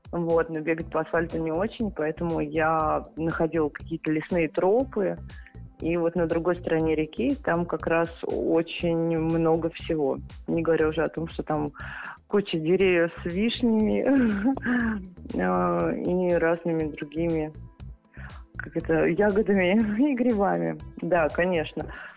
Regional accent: Moscow, Russia; born there; Я родилась в Москве

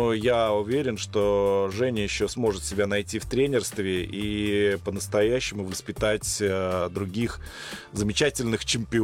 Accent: Ulyanovsk, Ulyanovsk Oblast, Russia; я их еще застал, когда они вдвоем приезжали в Ульяновск, мой родной город

